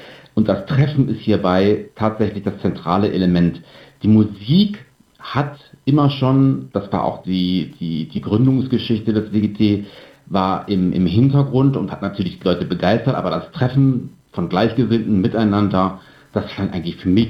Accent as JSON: {"language": "German", "town": "Mönchengladbach", "region": "North Rhine-Westphalia", "country": "Germany", "said": "Und dann muss ich ganz ehrlich sagen, nach 5,5 Stunden Fahrt, denn ich komme aus Mönchengladbach, nach 5,5 Stunden Fahrt, 6 Stunden Fahrt, habe ich mich da aufs Ohr gehauen"}